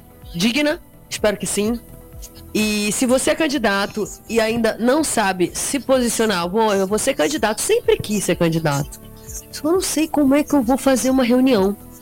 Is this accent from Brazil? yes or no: yes; Amapá, Brazil; eu sou do Amapá, que é um lugar incrível